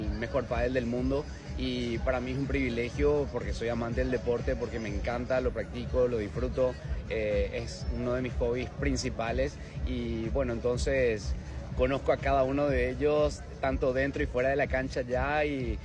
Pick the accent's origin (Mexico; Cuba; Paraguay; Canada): Paraguay; aquí en Paraguay, y ustedes saben, es una de nuestras mejores características como paraguayos.